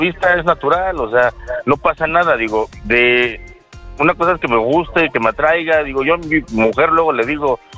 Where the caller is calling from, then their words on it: Mexico City, Mexico; Del meritito Tlalpan